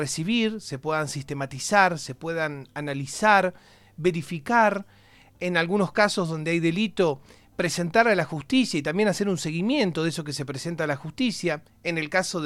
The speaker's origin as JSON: {"language": "Spanish", "country": "Argentina"}